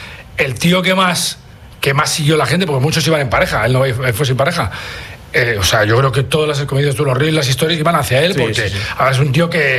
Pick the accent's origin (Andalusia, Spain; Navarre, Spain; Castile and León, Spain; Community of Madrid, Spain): Navarre, Spain; Pamplona; Claro, yo soy navarro, soy de Pamplona